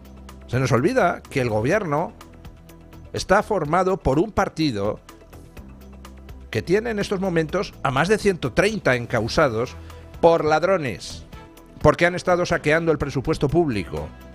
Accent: Spain; somos los demás españoles

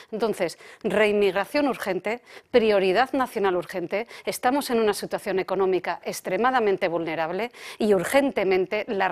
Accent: Asturias, Spain; yo precisamente soy asturiana

